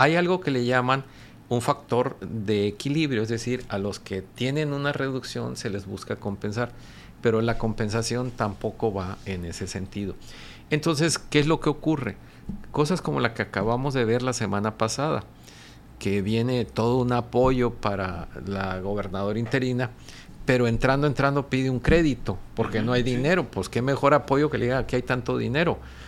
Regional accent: Mexico; Porque finalmente todos somos mexicanos.

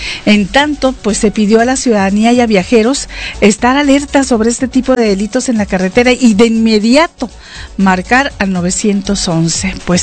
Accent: Mexico; como ciudadanos, como mexicanos, sabemos cómo está la situación.

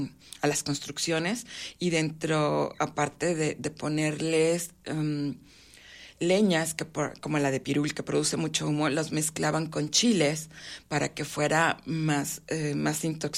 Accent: Durango, Mexico; si tú te vas al norte, hablo yo de mi tierra de Durango

